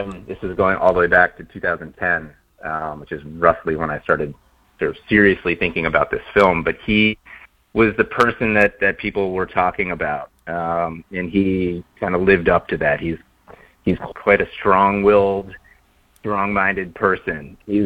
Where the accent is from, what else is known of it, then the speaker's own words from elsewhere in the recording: New England, United States; I grew up in New England and decided to go to school in Poughkeepsie back in the 90s